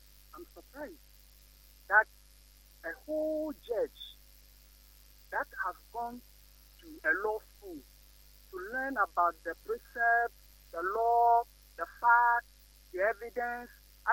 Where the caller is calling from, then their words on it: Sekondi-Takoradi, Western Region, Ghana; I'm calling from Esikado